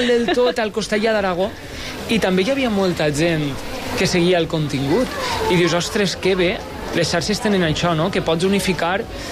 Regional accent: Villajoyosa, Valencian Community, Spain; de la Marina Baixa.

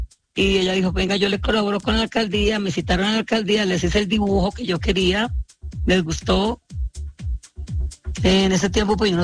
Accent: Chaparral, Tolima, Colombia; como yo soy de Chaparral, allá sí. Se hacen las ferias.

